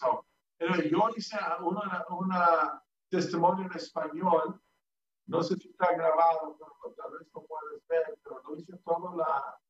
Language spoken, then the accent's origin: English; United States; Here's this American, I'm an American, right? Winning the lottery in Mexico